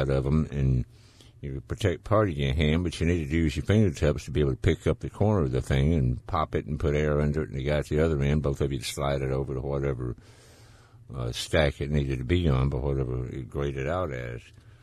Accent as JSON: {"language": "English", "town": "Laurel", "region": "Mississippi", "country": "United States", "tie": "born or raised there", "said": "I worked a couple of summers while I was in college at the Masonite plant there in my hometown of Laurel, Mississippi"}